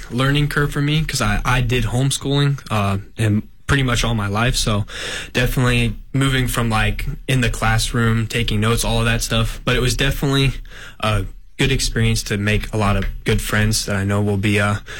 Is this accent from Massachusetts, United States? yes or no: no; Ashland, Ohio, United States; So I'm from Ashland, Ohio. My dad's a pastor up there in Ohio. But I grew up in a preacher's home, so I got saved probably about when I was 6 years old